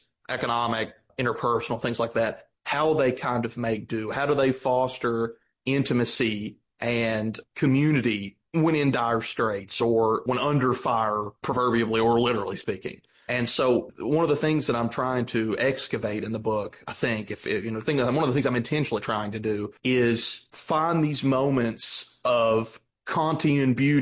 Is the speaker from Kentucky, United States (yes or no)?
yes; Kentucky, United States; It's obviously very rural. I'm from Kentucky, District 5. It's the congressional district. I think it is the poorest congressional district in the United States, metrically speaking.